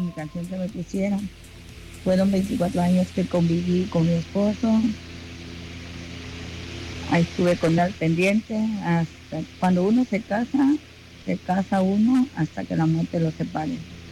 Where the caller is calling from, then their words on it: Tapachula, Chiapas, Mexico; Soy de Tapachula, Chiapas.